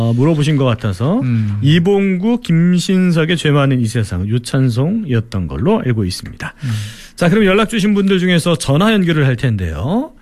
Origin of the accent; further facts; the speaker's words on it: Chungcheong, South Korea; 저도 충청도지만